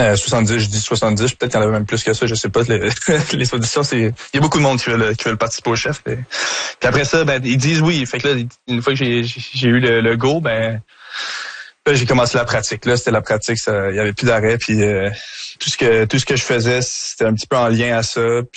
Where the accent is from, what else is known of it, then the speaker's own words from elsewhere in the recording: Montreal, Quebec, Canada; je suis Montréalais dans l'âme